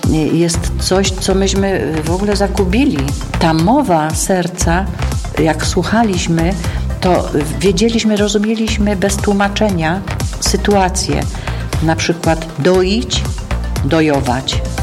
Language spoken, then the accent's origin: Polish; Soła Valley, Silesian Voivodeship, Poland; bo ja jestem z Doliny Soły, ona była bardziej ze wschodu. Takie właśnie mówienie na, tak się mówi, że tu w rejonie Koszaraby wszystko mówią na o, robio, bydo. U nas się mówi w Dolinie Soły bydę